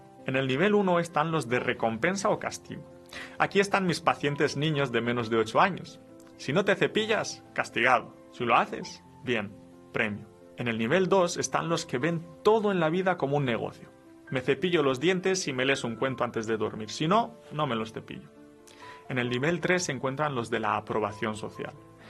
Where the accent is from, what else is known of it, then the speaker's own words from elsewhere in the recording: Romania; first language Romanian; Spanish is a second language; now in Spain; yo no soy español, soy de Rumanía, entonces a veces me cuesta y tengo que traducir las cosas del castellano al rumano